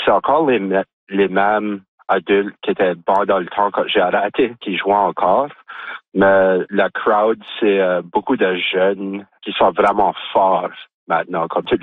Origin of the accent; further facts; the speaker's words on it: Moncton, New Brunswick, Canada; quand j'étais jeune, j'ai grandi à Moncton. J'étais comme un champion provincial, grade 5, 6, 7, 8, 9, au Nouveau-Brunswick.